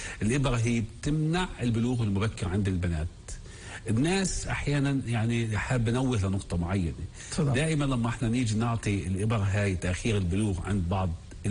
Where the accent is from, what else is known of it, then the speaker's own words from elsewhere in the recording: Palestine; المتوسط اللي عندنا في فلسطين هنا